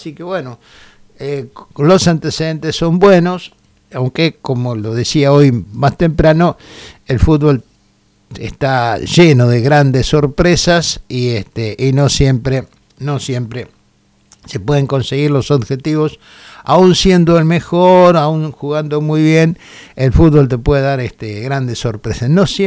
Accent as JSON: {"language": "Spanish", "country": "Argentina"}